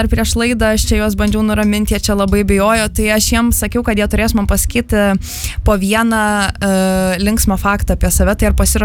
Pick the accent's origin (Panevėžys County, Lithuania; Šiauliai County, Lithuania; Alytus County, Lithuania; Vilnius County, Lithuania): Panevėžys County, Lithuania; Panevėžys; aš irgi iš Panevėžio